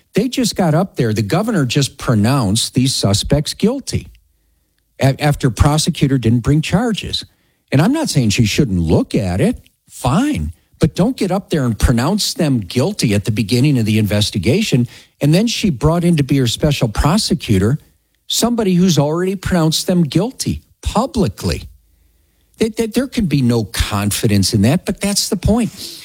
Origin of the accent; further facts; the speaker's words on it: United States; as an American